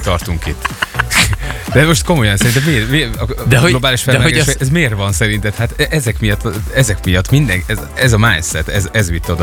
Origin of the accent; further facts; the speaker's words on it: Szeged, Csongrád-Csanád, Hungary; Szegeden születtem, tényleg itt nőttem föl, itt csináltam mindent, eddig nem éltem máshol.